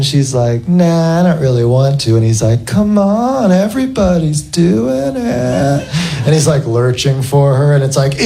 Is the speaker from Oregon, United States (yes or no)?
no; Morgantown, West Virginia, United States; born or raised there